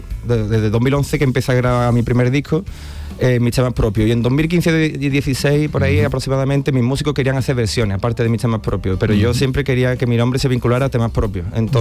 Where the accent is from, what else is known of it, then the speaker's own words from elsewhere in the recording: Coria del Río, Andalusia, Spain; estaba allí todo mi pueblo escuchándome